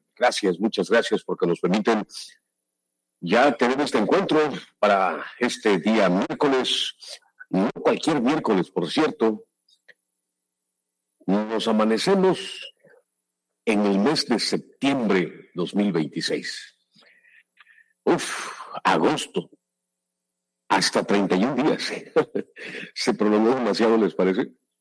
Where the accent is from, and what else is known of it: Mexico